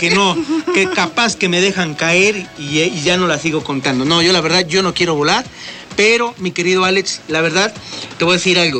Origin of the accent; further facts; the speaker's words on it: Mexico; nosotros como mexicanos o como México